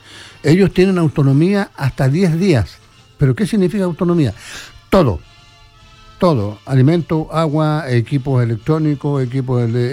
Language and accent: Spanish; Chile; yo como chileno